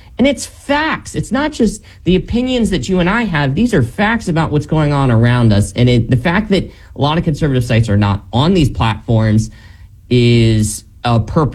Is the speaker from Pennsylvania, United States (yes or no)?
yes; Lancaster, Pennsylvania, United States; He comes to places like my hometown of Lancaster, Pennsylvania.